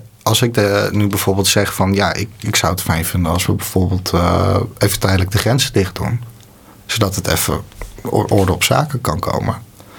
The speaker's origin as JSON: {"language": "Dutch", "country": "Netherlands", "said": "Ja, nee, ik bijvoorbeeld dan weer niet. Ik voel me echt gewoon een Nederlander."}